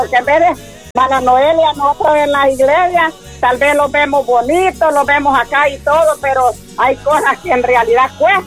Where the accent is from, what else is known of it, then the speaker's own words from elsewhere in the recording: El Salvador; moved away; Porque vine en el 93, vine de El Salvador